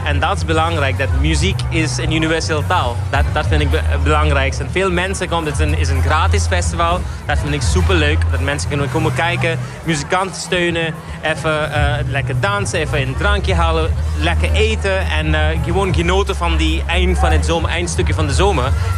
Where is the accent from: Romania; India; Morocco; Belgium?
India; Dutch is a second language; also born or lived in Los Angeles, United States; now in Maastricht, Netherlands; ik ben geboren en opgegroeid in India. En ik heb een Portugees vader en een Persisch moeder. En ik heb 5 jaar ook in VS gewoond in Los Angeles en nu 10 jaar hier in Nederland. In Maastricht. En ja, ik voel Nederlands thuis, zeg maar.